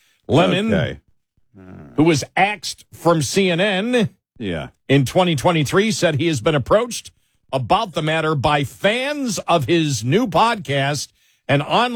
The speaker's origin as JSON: {"language": "English", "town": "Buffalo", "region": "New York", "country": "United States", "accent": "Buffalo", "said": "I really can't get away with that with my Buffalo accent, can I?"}